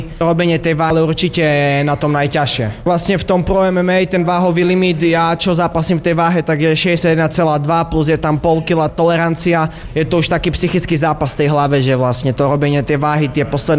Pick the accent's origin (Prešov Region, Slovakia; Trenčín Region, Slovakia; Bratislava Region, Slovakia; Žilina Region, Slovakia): Prešov Region, Slovakia; Levoča; mám 22 rokov, bojujem vo váhe do 61 kg a pochádzam z Levoče.